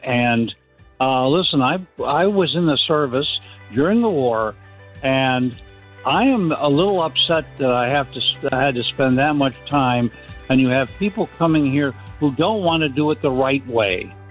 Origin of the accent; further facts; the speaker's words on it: Norwalk, United States; born there; And I've been here all my life.